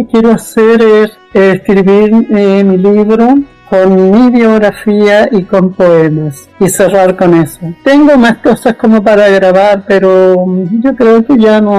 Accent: Chile; moved away; also born or lived in Santiago; hace ya un poco más de 2 años que estoy acá en Arcilla. Volví a mi terruño.

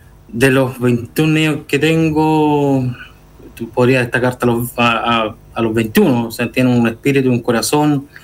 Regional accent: Temuco, Araucanía, Chile; yo llegué hace 8 años al Deportivo, vengo de Temuco.

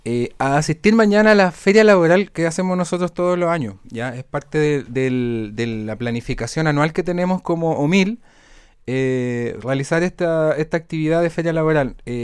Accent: Longaví, Maule, Chile; Somos de acá, la mayoría somos de acá de Longaví.

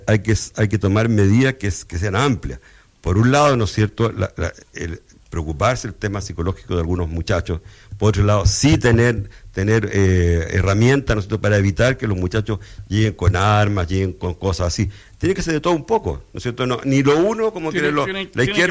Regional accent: Chile; Somos así porque somos chilenos, no importa un carajo.

